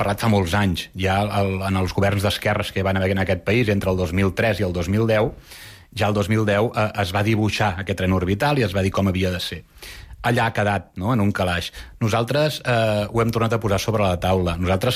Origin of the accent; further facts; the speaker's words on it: Mollet del Vallès, Catalonia, Spain; jo sóc de Mollet